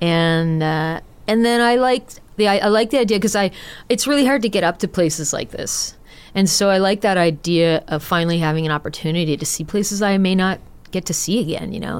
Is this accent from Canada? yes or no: yes; Atlantic Canada, Canada; I grew up in Atlantic Canada. But I didn't start writing my own songs until I moved to a place called Austin, Texas